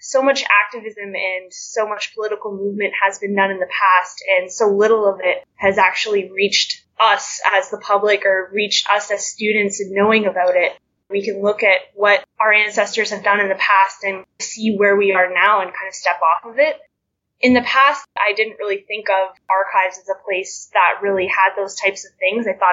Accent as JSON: {"language": "English", "town": "Kahnawake", "region": "Quebec", "country": "Canada", "said": "And I'm a Haudenosaunee from the Mohawks of Ganawage."}